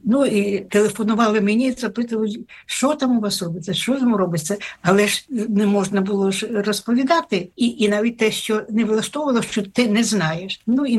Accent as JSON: {"language": "Ukrainian", "town": "Chernobyl", "region": "Kyiv Oblast", "country": "Ukraine", "said": "А я стою, кажу, ну, не добре, то я з Чорнобиля, ось у зараз. Я що, чорна?"}